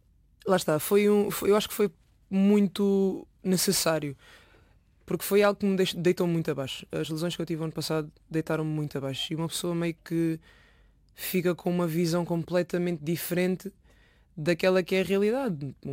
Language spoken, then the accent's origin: Portuguese; Lisbon, Portugal; born there; As raízes portuguesas vêm muito diretamente da parte do pai. Pronto, eu nasci cá, nasci em Lisboa. Mas tenho muito mais contacto com o lado africano, porque eu cresci sempre só com a minha mãe, entre os meus familiares africanos